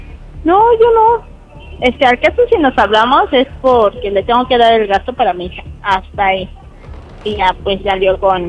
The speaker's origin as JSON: {"language": "Spanish", "region": "Mexico City", "country": "Mexico", "said": "De la Ciudad de México."}